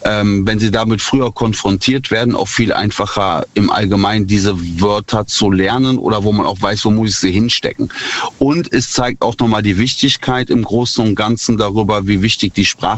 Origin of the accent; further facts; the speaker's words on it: North Rhine-Westphalia, Germany; Ich bin aus der Nähe von Bonn.